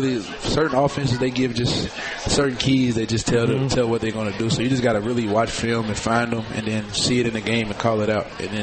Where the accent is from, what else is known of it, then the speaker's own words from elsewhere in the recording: Louisville, Kentucky, United States; I grew up in the West End of Louisville. My mom and dad played at Mill High School, both basketball players.